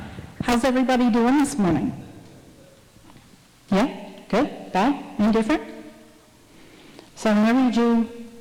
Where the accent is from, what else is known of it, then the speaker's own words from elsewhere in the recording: West Virginia, United States; I'm from West Virginia. Don't laugh.